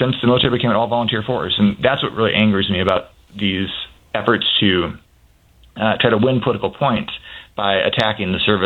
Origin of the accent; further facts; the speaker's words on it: Minneapolis, Minnesota, United States; from Minneapolis, my hometown